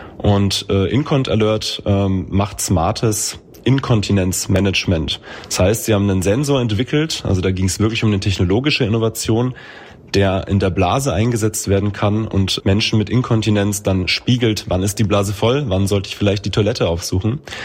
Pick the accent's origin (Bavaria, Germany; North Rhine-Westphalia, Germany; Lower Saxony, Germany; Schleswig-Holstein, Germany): Bavaria, Germany; Nuremberg; now in Bayreuth, Germany; Ich komme ursprünglich aus Nürnberg, ein ja durchaus etwas größeres Ökosystem, wenn man es mit Bayreuth vergleicht.